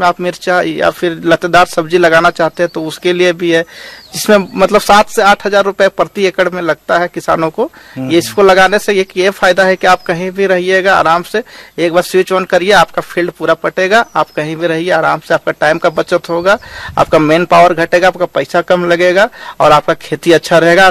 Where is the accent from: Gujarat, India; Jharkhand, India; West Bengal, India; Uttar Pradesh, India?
Jharkhand, India; मेरे झारखंड में बात करूँ तो मैं झारखंड में से हूँ